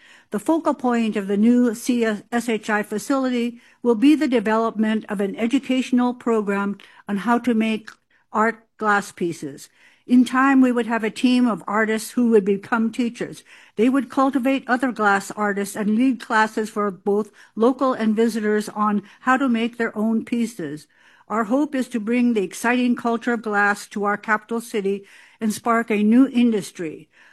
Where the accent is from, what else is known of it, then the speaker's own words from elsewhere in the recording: Klukwan, Alaska, United States; now in Juneau, United States; I am an eagle from the Thunderbird clan and the house lord from the sun in Klukwan. I am a Chilkat and a child of the Tlukal Khadi Sakai clan in Haines.